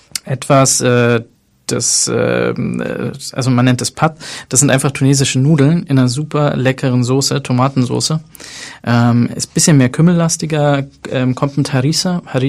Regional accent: Germany; Einerseits bin ich in Deutschland aufgewachsen und das ist für mich ganz klar Heimat, weil es auch ganz viel Deutsches ist, was mich einfach auch geprägt hat.

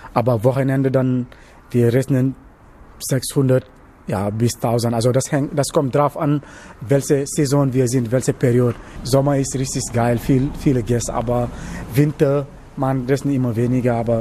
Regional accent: Dakar, Senegal; German is a second language; moved away as an adult; now in Heidelberg, Germany; ich komme genau da im Hauptstadt, also in einer Teile in der Stadtviertel.

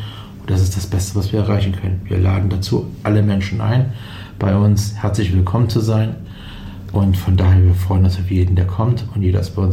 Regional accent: Saxony-Anhalt, Germany; now in Thuringia, Germany; Ich komme zum Beispiel auch aus Sachsen-Anhalt, von daher bin ich auch ein kleiner Migrant.

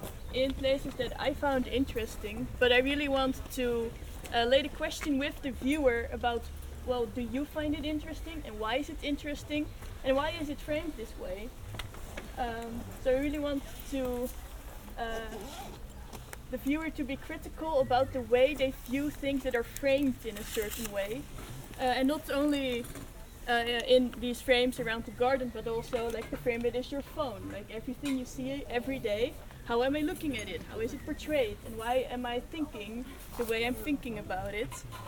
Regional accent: Netherlands; English is a second language; Yeah, I will be doing it in English because I'm from the Netherlands, so my German is not that good.

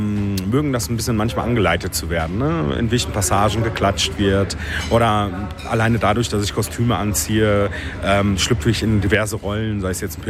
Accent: Germany; Also als Deutscher ist man da tatsächlich sehr gern gesehen.

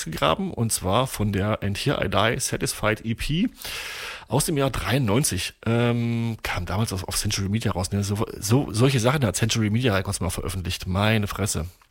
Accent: Torgau, Saxony, Germany; ich komme aus Torgau, das ist meine Heimatstadt. Meine Eltern, meine Mutter wohnt nicht weit weg vom Festivalgelände.

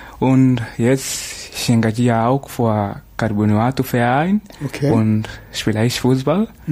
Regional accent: Zanzibar, Tanzania; born there; German is a second language; now in Moshi, Tanzania; ich bin 19 Jahre alt, ich komme aus Tansania, aber ich bin in Zanzibar geboren

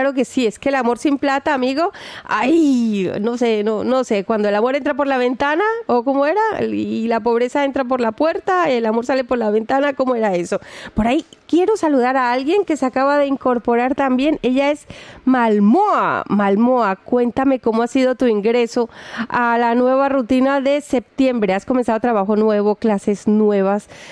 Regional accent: Colombia; now in Stuttgart, Germany; yo soy de Colombia

